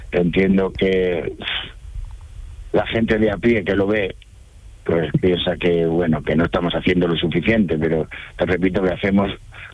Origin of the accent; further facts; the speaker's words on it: Valencian Community, Spain; now in Villanueva de los Castillejos, Spain; Mira, yo soy valenciano y estoy afincado en Villanueva de los Castillejos, en Huelva.